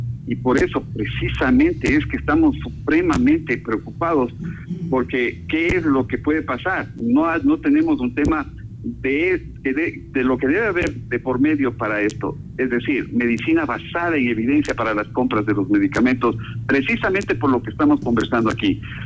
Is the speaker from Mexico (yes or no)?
no; Ecuador; a mi pueblo, al pueblo ecuatoriano